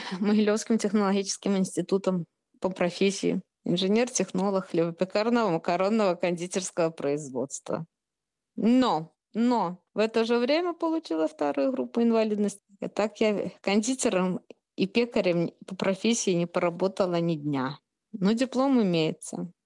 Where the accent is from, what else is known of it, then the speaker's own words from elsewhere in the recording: Shakhty, Rostov Oblast, Russia; born there; Я вообще родилась в Ростовской области, в городе Шахты.